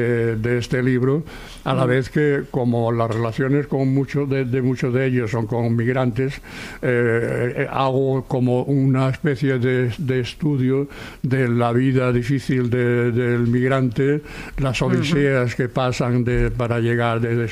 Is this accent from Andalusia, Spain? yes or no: yes; Seville, Andalusia, Spain; now in Barcelona, Spain; cuando vinimos de Sevilla.